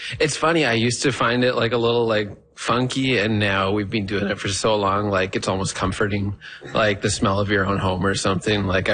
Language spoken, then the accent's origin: English; Ottawa, Ontario, Canada; I grew up in New Edinburgh. My parents still live there in the same house.